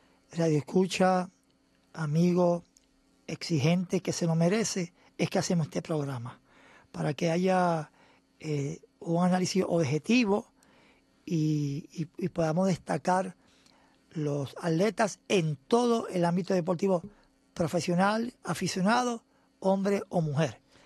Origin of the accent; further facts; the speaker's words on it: Puerto Rico; Había unos usher acomodadores boricuas que nos vieron identificados como boricuas